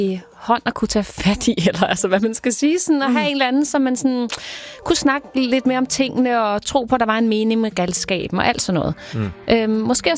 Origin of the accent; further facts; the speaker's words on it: Skovshoved, Capital Region, Denmark; jeg voksede op i Skovs Hoved. Jeg kunne godt lide at gå i Skovs Hoved Kirke.